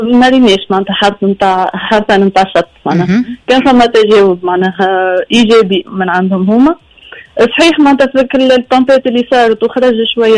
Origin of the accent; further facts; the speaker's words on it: Tunisia; عندنا في حمامات في نابل في بنزرت